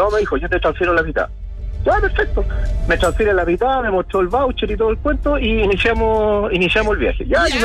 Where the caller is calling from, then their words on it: La Serena, Coquimbo, Chile; yo soy de acá de Serena.